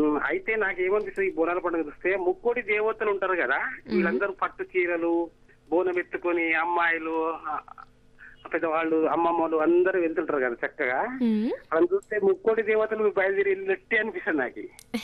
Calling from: Hyderabad, Telangana, India; నేను హైదరాబాద్ నుంచి మాట్లాడుతున్నా.

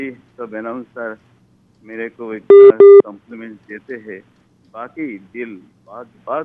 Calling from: Ramkrishna Nagar, Assam, India; मेरा गांव का नाम है राम कृष्ण नगर, डिस्ट्रिक्ट है करीमगंज, आसाम से

